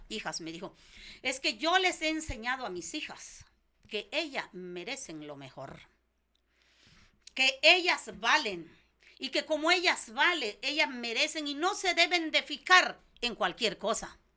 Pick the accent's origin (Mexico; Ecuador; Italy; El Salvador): Mexico; estoy triste por algo que pasó en mi país, le dije. En México, hijo.